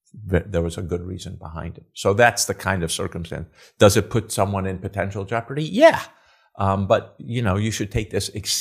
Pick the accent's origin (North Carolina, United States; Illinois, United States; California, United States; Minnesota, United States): Illinois, United States; Chicago; when I was growing up in Chicago